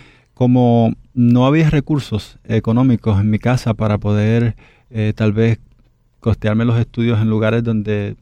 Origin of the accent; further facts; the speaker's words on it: Dominican Republic; Y el personal de la Federación de Deportes de la República Dominicana tuvo que bajar a mi pueblo. Y ahí, pues, ellos me vieron.